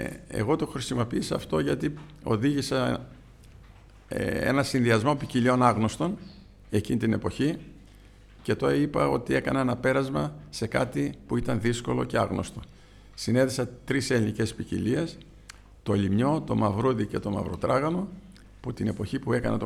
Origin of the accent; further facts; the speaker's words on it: Epanomi, Central Macedonia, Greece; θέλησα να αναβιώσω την αμπελοκαλλιέργεια στην επανομή που ήταν το χωριό μου.